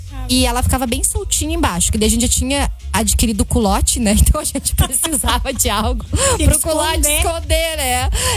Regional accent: Rio Grande do Sul, Brazil; moved away; Lá na minha terra, Rio Grande do Sul.

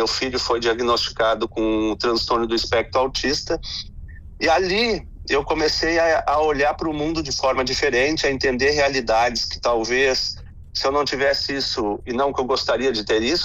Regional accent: Rio Grande do Sul, Brazil; como bom italiano da serra

